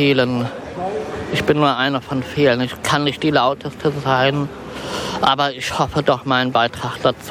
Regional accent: Neuss, North Rhine-Westphalia, Germany; Ich bin dieses Jahr 31 geworden und ich komme aus der Nähe von Neuss.

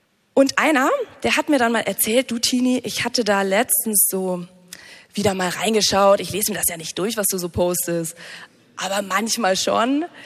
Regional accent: North Rhine-Westphalia, Germany; Okay, ich merke schon, wir sind ja gerade in Bayern. Eigentlich komme ich aber aus NRW.

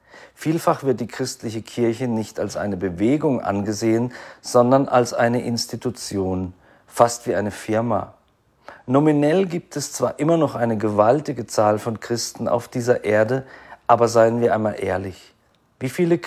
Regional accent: Freiburg, Baden-Württemberg, Germany; saß ich mit einem befreundeten Pastor im Außenbereich einer Pizzeria in der Fußgängerzone meiner Heimatstadt Freiburg.

